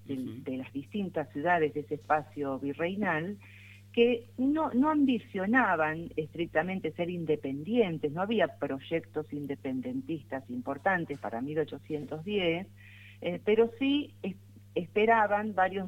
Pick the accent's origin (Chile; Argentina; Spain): Argentina